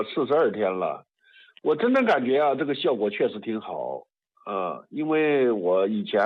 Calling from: Xinyang, Henan, China; 我河南信阳的

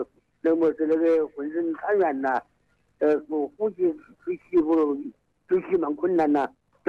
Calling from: Jiayu, Hubei, China; 我是嘉峪的潘家湾的。

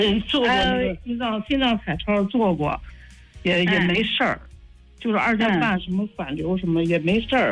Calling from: Shijiazhuang, Hebei, China; 我是石家庄的。

